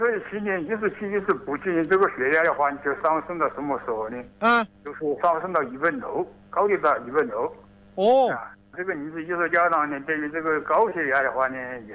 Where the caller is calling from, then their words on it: Tianmen, Hubei, China; 我是天门药口这个